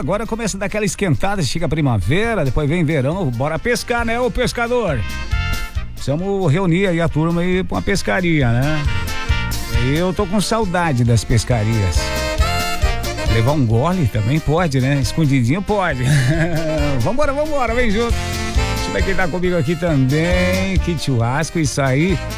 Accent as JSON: {"language": "Portuguese", "town": "Catanduvas", "region": "Santa Catarina", "country": "Brazil", "tie": "born or raised there", "said": "Seguindo assim, ó, Ponte Serrada, Irani, Catanduvas. Minha terra, quase Natal, né?"}